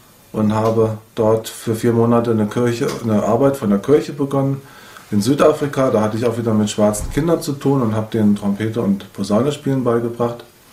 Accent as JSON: {"language": "German", "region": "Hesse", "country": "Germany", "tie": "born or raised there", "moved": "yes", "said": "Auf diesem Bauernhof bin ich groß geworden. Der liegt in einem kleinen Dorf in Nordhessen."}